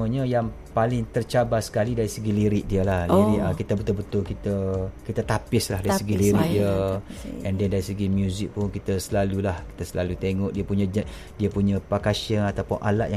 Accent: Kelantan, Malaysia; Kelantan ni sebab kami punya negeri.

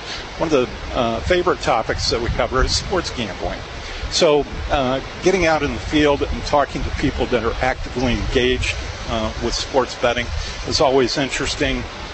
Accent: St. Louis, Missouri, United States; And I grew up in St. Louis, so I've been a Cardinal fan my entire life. It's assigned to you at birth when you grow up in St. Louis and you're born there.

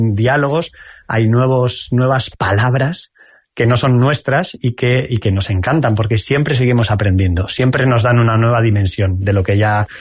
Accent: San Sebastián, Basque Country, Spain; Yo soy donostiarra

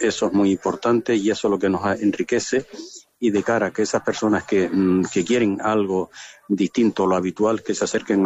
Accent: Tejeda, Canary Islands, Spain; Yo, por ejemplo, puedo hablar de mi pueblo, que nosotros pasamos a formar parte de la asociación en el año 2015, ¿no? Tejeda era conocido

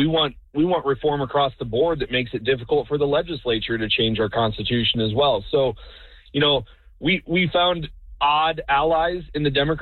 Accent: Kansas City, Missouri, United States; Hey, Pete. I'm a Republican from the Northland.

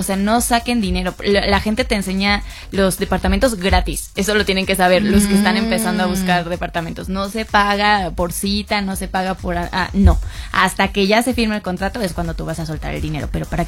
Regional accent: Mexico City, Mexico; como persona de la Ciudad de México

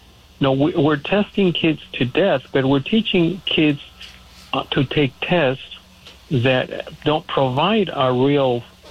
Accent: Hawthorne, California, United States; I grew up in the South Bay. I grew up in Hawthorne.

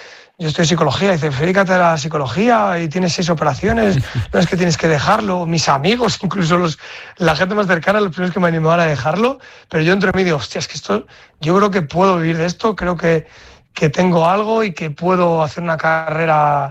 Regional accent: León, Castile and León, Spain; como buen cazurro leonés

